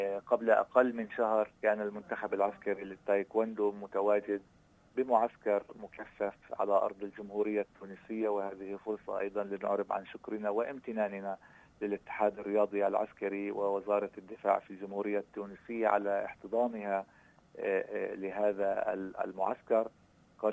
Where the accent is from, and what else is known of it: Palestine